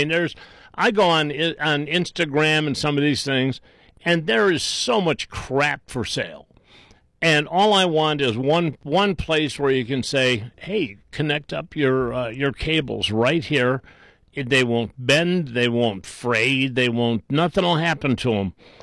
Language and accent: English; Cleveland, Ohio, United States; I grew up in Cleveland. We used to pee in troughs like this.